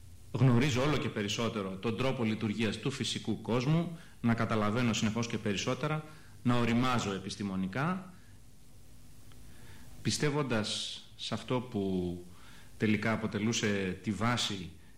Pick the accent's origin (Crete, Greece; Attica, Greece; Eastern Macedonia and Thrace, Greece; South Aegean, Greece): Attica, Greece; Athens; born there; also born or lived in Hanover, Germany; Γεννήθηκα στην Αθήνα, όπως προαναφέρθηκε, και μεγάλωσα σε μια οικογένεια στην οποία κυριαρχούσε ανέκαθεν το ορθολογικό πνεύμα.